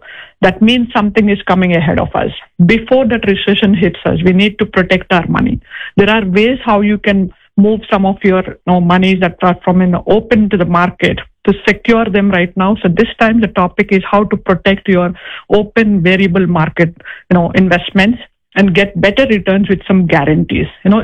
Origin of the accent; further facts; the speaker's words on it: East Coast, United States; So I know, since I'm from the East Coast, I decided to come ahead of the time before the seminar